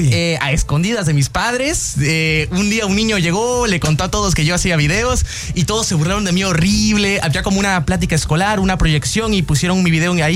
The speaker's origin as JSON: {"language": "Spanish", "region": "Veracruz", "country": "Mexico", "said": "yo encantado de estar aquí en Veracruz, en mi tierra"}